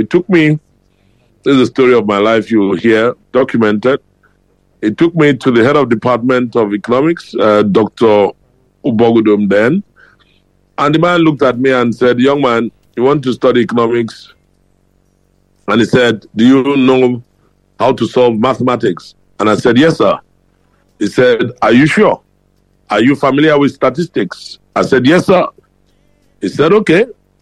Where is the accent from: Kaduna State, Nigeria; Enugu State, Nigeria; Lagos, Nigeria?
Kaduna State, Nigeria; Kaduna; I'm from Kaduna.